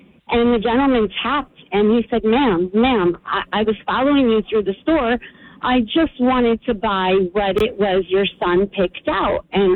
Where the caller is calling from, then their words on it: Howell, New Jersey, United States; Hey, hi. I'm from Howell.